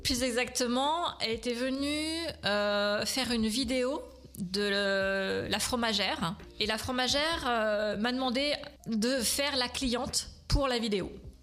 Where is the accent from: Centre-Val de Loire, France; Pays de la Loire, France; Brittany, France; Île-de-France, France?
Île-de-France, France; Paris; born there; also born or lived in Arles; now in Aube, France; Alors, moi je suis originaire de Paris. Et j'ai vécu donc une dizaine d'années sur la banlieue parisienne et ensuite une dizaine d'années dans le sud, dans une ville qui s'appelle Arles, en Provence. Voilà, et puis je suis arrivée dans l'Aube que très récemment